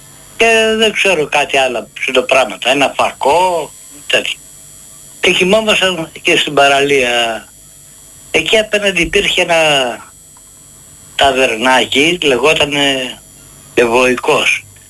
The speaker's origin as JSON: {"language": "Greek", "town": "Karditsa", "region": "Thessaly", "country": "Greece", "said": "έφυγα πήγα στην Καρδίτσα, στο χωριό μου, στην Λίμνη Πλαστήρα."}